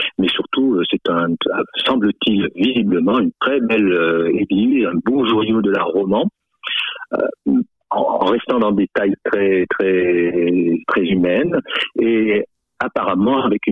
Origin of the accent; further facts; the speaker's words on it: Auvergne-Rhône-Alpes, France; now in Limousin, France; moi, je suis pas du tout de la région. Hein. Je vis dans le Limousin et je suis originaire plutôt de l'Ain